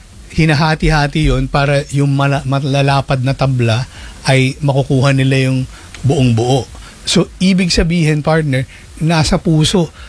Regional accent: Marikina, Metro Manila, Philippines; Taga-Marikina

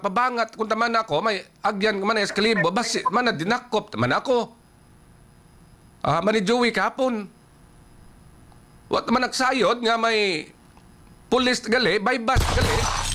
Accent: Western Visayas, Philippines; first language Aklanon; Kasi Aklanon kami. Yung salita namin is Aklanon.

